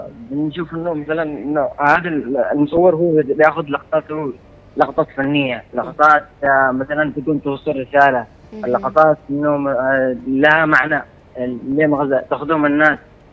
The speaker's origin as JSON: {"language": "Arabic", "region": "Aden", "country": "Yemen", "said": "مثلا عندنا في عدن انه يهتموا بالمعالم الاثريه واصلاحها."}